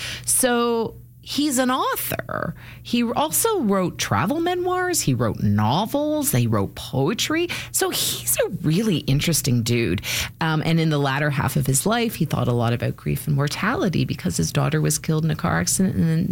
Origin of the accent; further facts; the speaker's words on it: Canada; I'm Canadian